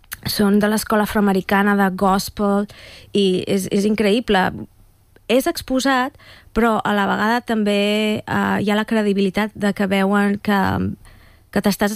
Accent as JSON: {"language": "Catalan", "town": "Manresa", "region": "Catalonia", "country": "Spain", "said": "de petita ja estava estudiant al Conservatori de Manresa, jo sóc de Manresa."}